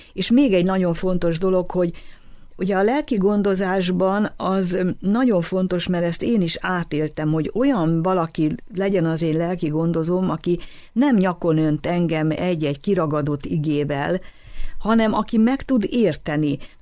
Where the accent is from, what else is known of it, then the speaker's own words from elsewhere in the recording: Hungary; Tehát az, hogy én magyar vagyok